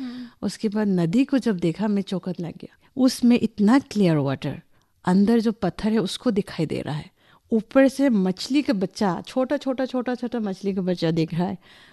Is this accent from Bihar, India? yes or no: no; Silchar, Assam, India; born there; जैसे कि मैंने बोला था कि मेरा जन्म सिलचर में हुआ था